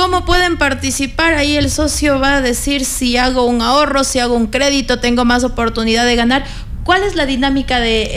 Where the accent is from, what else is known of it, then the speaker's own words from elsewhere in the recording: Riobamba, Chimborazo, Ecuador; los riobambeños